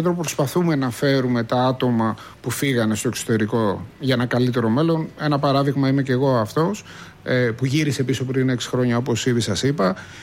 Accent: Athens, Attica, Greece; Εγώ είμαι Αθηναίος, αλλά η καταγωγή νησιώτης, Κεφαλονιά, το λέει και το όνομα, και η Κρήτη.

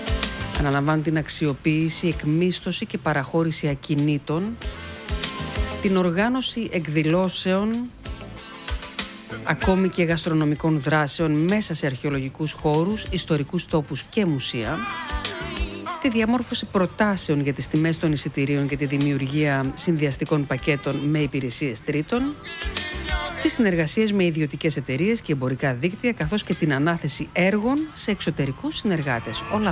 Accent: Greece; σαν Έλληνες αντιδράμε και συζητάμε πάνω σε αυτά.

